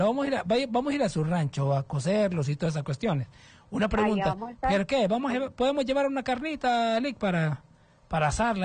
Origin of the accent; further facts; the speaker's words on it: Estelí, Nicaragua; Estelí, comiendo, que andaba en mi pueblo.